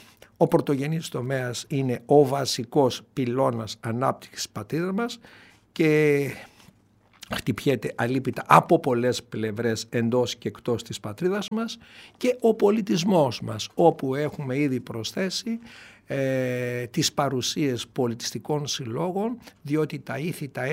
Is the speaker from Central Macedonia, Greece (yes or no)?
yes; Kilkis, Central Macedonia, Greece; born there; στην πατρίδα μου στο Κιλκής, τον τόπο μου το γενέθλιο